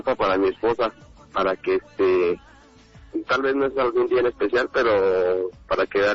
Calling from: Tehuacán, Puebla, Mexico; Desde acá en la Jime, Tehuacán

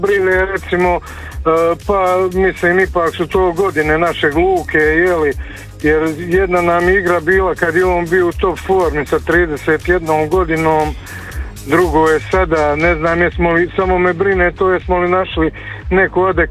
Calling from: Mostar, Federation of Bosnia and Herzegovina, Bosnia & Herzegovina; kod nas u Mostaru

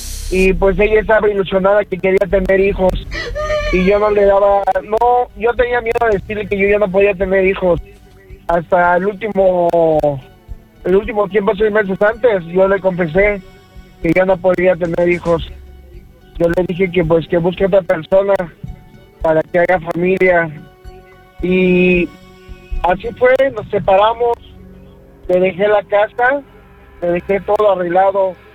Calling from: Mérida, Yucatán, Mexico; yo soy de Mérida, Yucatán.

